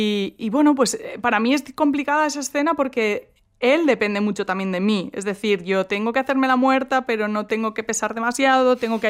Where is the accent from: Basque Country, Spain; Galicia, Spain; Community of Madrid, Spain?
Basque Country, Spain; como buena vasca, pues tengo todas las S's que encima a mí me silban un montón.